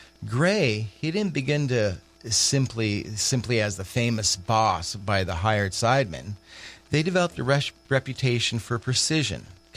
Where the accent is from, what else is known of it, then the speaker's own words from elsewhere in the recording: Minden, Ontario, Canada; if you're out there in my hometown in the Minden Bowl